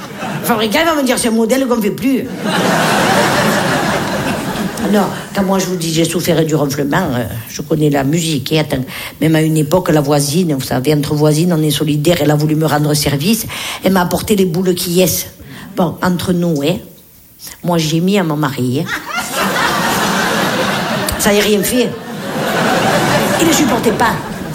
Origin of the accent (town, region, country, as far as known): Nice, Provence-Alpes-Côte d'Azur, France